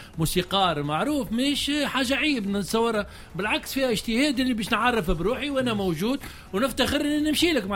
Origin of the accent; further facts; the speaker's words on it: Tunisia; انا نقابي تونسي